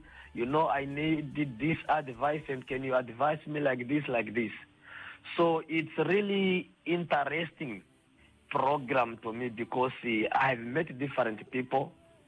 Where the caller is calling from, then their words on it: Linyanti, Zambezi, Namibia; You, I'm calling from Linyanti village now.